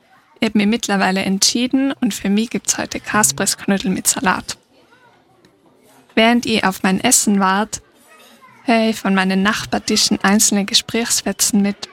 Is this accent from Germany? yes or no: no; Tyrol, Austria; Bei uns in Tirol verbringen tatsächlich sehr viele Tiere die Sommer auf den Almen.